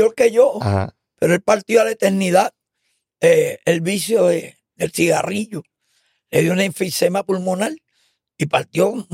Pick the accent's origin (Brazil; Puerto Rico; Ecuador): Puerto Rico; Ponce; yo me crié en Ponce